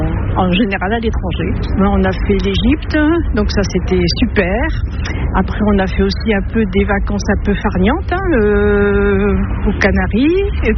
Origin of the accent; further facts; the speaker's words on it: Hallennes-lez-Haubourdin, Hauts-de-France, France; je suis d'Alais-les-Aubourdins.